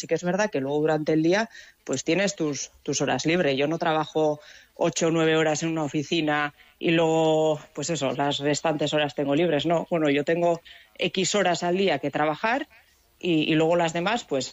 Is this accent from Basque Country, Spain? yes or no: yes; Zarautz, Basque Country, Spain; born there; soy de Zarauz de nacimiento y siempre he vivido en una casa